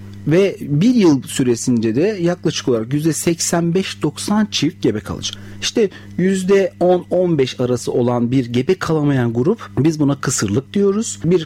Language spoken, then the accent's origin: Turkish; Denizli, Turkey; 1974 yılında Denizli'de doğdum. 38 yaşındayım. İlk ve orta öğretimimi Denizli'de tamamladıktan sonra İzmir Fen Lisesi'ni kazandım.